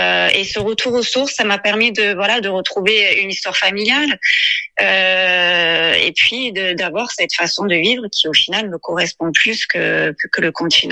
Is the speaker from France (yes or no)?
yes; Marseille, Provence-Alpes-Côte d'Azur, France; now in Corsica, France; Voilà, donc je suis arrivée en Corse en 2004. Parce que je suis de Marseille de base, mais mes racines sont corses